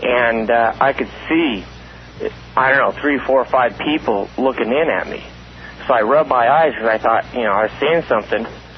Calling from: Las Vegas, Nevada, United States; And I'm coming from Vegas. I used to live out there in Pahrump

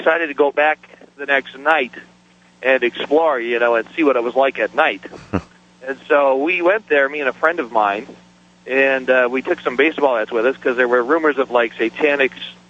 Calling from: Hastings, Minnesota, United States; I am in Hastings, Minnesota.

